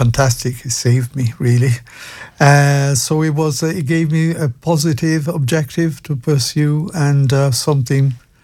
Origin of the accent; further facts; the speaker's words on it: Italy; Right, okay. Well, say my second part in the acoustic world, probably